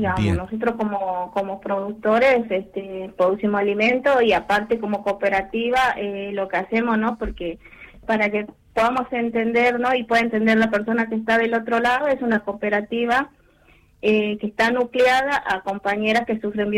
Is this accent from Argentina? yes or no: yes; Puerto Viejo, Jujuy, Argentina; moved away; Sí, soy de Jujuy, de un pueblo muy chiquito que se llama Puerto Viejo.